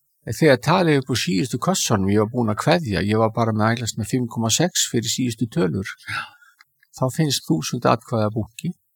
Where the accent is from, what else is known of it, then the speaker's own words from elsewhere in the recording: Reykjavík, Capital Region, Iceland; Ég er alinn upp í Skaftahlíðinni sem er mitt á milli þessa gamla framvallar og valsvallarins undir æsku hlíðinni.